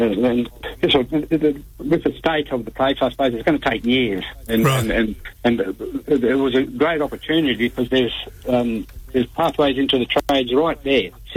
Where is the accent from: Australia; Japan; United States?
Australia; Bunbury, Western Australia; I was born in Bunbury on Wardandi country, so I was brought up on Wardandi country.